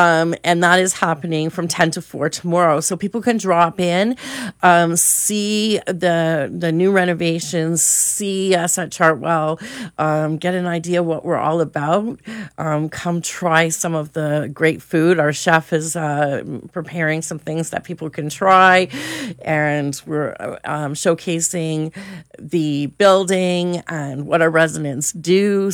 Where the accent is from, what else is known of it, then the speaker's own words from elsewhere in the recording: Windsor, Ontario, Canada; moved away; I am from Windsor